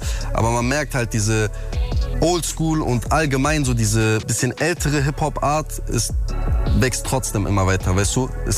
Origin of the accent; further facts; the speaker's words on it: North Rhine-Westphalia, Germany; Aber ich komme ja aus NRW, ich komme aus Ding